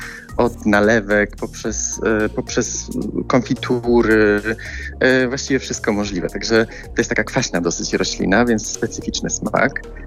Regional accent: Warmian-Masurian Voivodeship, Poland; now in Germany; Ja pochodzę z Polski północno-wschodniej, z Mazur mniej więcej.

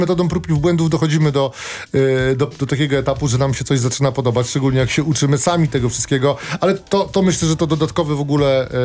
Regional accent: Warsaw, Masovian Voivodeship, Poland; Dla mnie Mokotów w sercu

